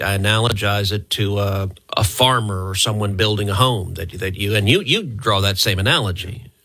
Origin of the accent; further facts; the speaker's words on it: Texas, United States; now as a Texan, that makes me happy